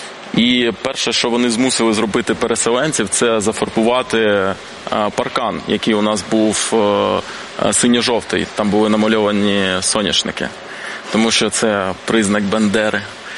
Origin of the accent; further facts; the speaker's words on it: Berdiansk, Zaporizhzhia Oblast, Ukraine; born there; moved away; also born or lived in Crimea; у мене батько з Криму, мати з Макіївки. Я народився в Бердянську. Кожне літо я проводив по 3 місяці в Криму.